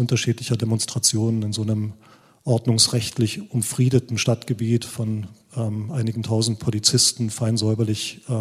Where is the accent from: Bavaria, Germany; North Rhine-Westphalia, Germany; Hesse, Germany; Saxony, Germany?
Saxony, Germany; Dresden; die wir als Dresdner dann da und dort zu hören bekommen.